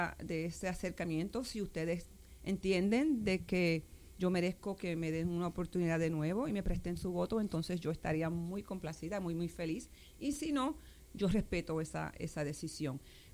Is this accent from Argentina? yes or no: no; Machuchal, Puerto Rico; principalmente porque yo nací en Machuchal y me crié parte de mi niñez antes de que papi nos mudara a Calcujún. Pero siempre estuve en Machuchal